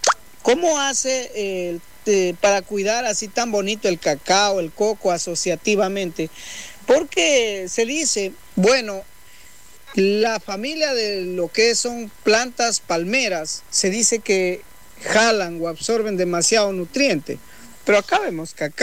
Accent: Santo Domingo, Santo Domingo de los Tsáchilas, Ecuador; casi la mayoría de los que estamos aquí en Amazonía somos migrantes, unos de Loja, de Manabí, de Esmeraldas, yo en mi caso de Santo Domingo.

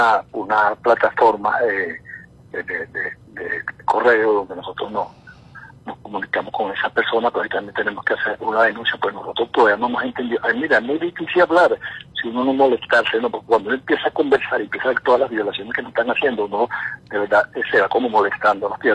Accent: Venezuela; esos 6 millones de venezolanos que nos quedamos aquí

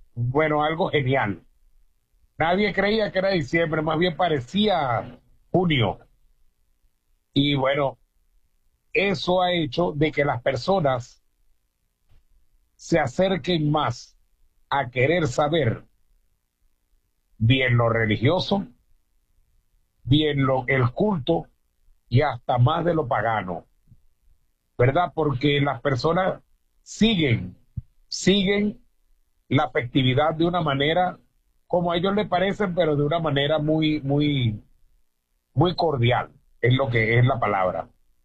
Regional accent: Patanemo, Carabobo, Venezuela; Puesto, yo soy de Patanemo, oriundo de allá.

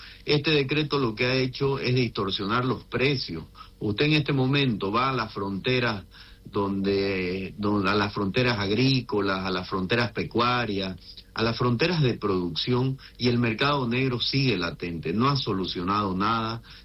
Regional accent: Santa Cruz, Bolivia; el futuro que tenemos que tener como productores cruceños y bolivianos.

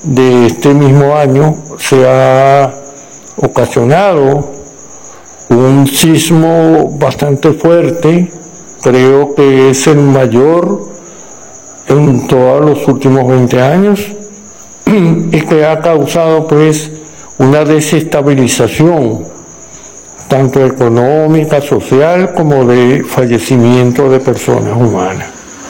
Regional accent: Venezuela; como consecuentes venezolanos que sentimos la situación que padece el país

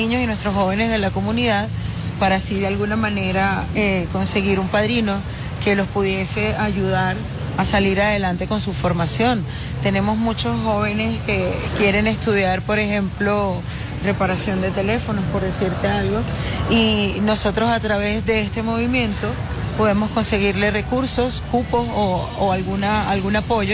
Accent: Caracas, Capital District, Venezuela; que nací y me crié en la Cota 905

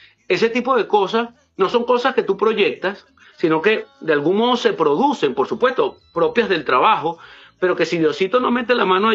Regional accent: Venezuela; no llegas como venezolano, llegas como hispano, oriundo de Venezuela.

